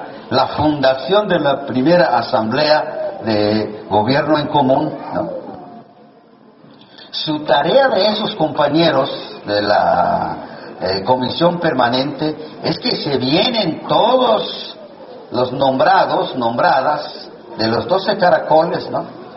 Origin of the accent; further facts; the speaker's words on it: Chiapas, Mexico; aquí somos Celtal, Xochilto, Laval, Chol, Soque, Mame